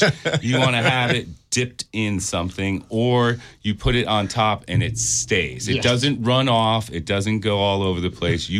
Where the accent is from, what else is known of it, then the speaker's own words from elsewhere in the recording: East Coast, United States; now in San Diego, United States; So I grew up on the East Coast